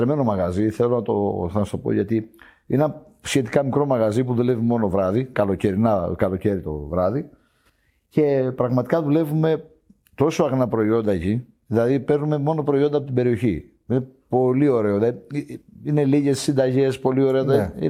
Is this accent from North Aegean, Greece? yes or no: no; Crete, Greece; γιατί είναι η πόλη μου. Μεγάλωσα. Εκεί που είναι το μαγαζί μου και ακριβώ μεγάλωσα.